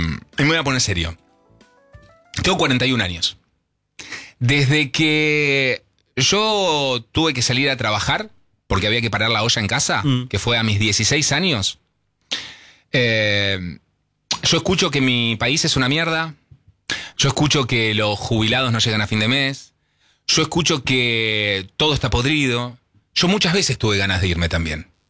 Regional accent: Argentina; yo creo que somos más los argentinos o las argentinas que tenemos este deseo

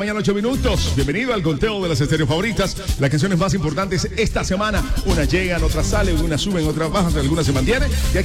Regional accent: Colombia; somos más los colombianos de buen corazón, somos más los colombianos que siempre pensamos en los demás

